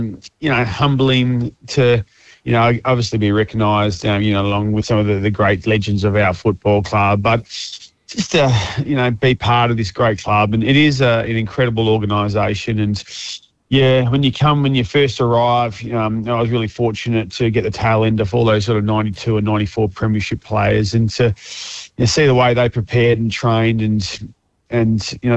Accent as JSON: {"language": "English", "town": "Bassendean", "region": "Western Australia", "country": "Australia", "tie": "born or raised there", "said": "I'm a boy from Bassendean growing up, just dreaming one day of hopefully playing AFL footy"}